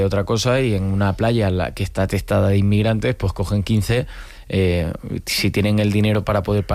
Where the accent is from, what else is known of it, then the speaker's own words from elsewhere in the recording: Andalusia, Spain; yo que soy andaluz.